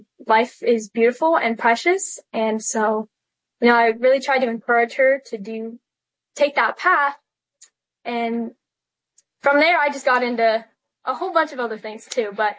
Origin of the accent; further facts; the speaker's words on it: Idaho, United States; which is weird for the state that I grew up in. I grew up in Idaho, and it's just weird to see a liberal town, liberal high school.